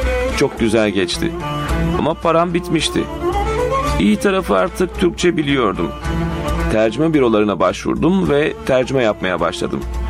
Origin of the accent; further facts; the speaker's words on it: Marrakesh, Marrakesh-Safi, Morocco; Marrakeş.